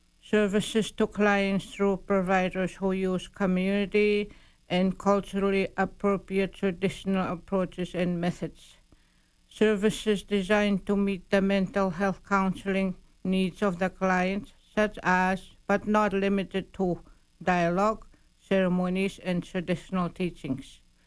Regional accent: St. Theresa Point, Manitoba, Canada; I am from St. Teresa Point.

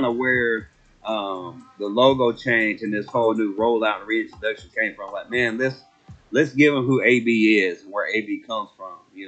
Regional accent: Kilgore, Texas, United States; I'm from Kilgore.

